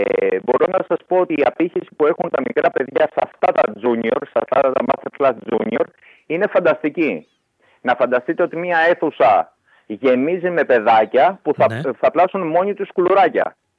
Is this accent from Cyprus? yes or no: no; Greece; also born or lived in Italy / France; Εμείς σαν Έλληνες